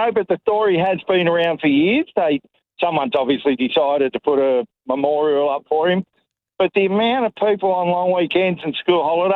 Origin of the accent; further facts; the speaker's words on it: Victoria, Australia; but I was brought up in South Gippsland, but not Leongatha.